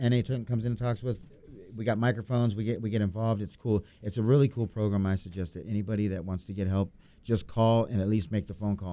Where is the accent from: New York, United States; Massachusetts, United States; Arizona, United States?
Arizona, United States; Lake Havasu City; I'm from Lake Havasu.